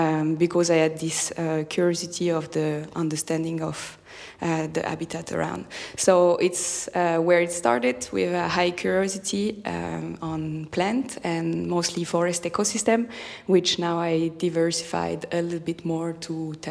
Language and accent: English; Grand Est, France; English is a second language; So I started my research next to my hometown, so in the northeast of France